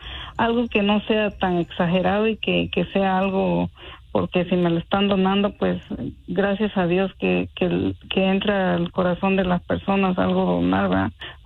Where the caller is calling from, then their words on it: Virginia, United States; yo vivo en Virginia.